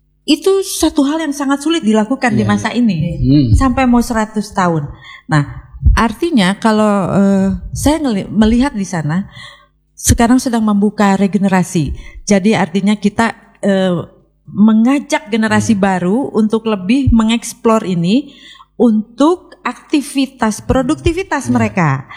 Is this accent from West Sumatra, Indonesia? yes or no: no; West Java, Indonesia; Jadi mari kita biasakan nih sebagai orang Sunda, jangan banyak mengeluh. Tapi bagaimana kita hidup di tanah subur, kita bisa produktif di sini.